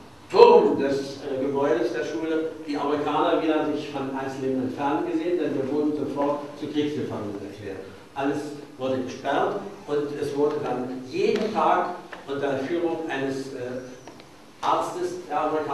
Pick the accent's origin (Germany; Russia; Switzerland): Russia; Königsberg, Kaliningrad Oblast; Ich hatte 1943 in Königsberg, meiner Heimatstadt, das Abitur gemacht, war auch noch an der Albertina-Universität bei der Stadt eingeschrieben